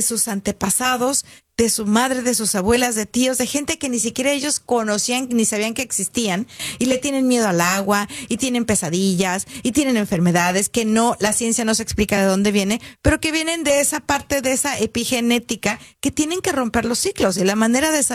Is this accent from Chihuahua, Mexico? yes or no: no; Guadalajara, Jalisco, Mexico; Soy de Guadalajara.